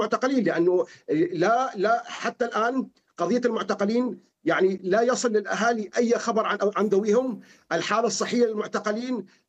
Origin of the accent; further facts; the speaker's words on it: Syria; moved away; also born or lived in Germany; وبحكم أنا أحمل جنسية هذه الدولة، أنا سوري ألماني